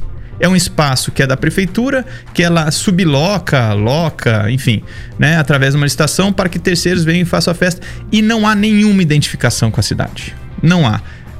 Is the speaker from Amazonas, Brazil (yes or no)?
no; São João da Boa Vista, São Paulo, Brazil; eu falo como cidadão sanjoanense.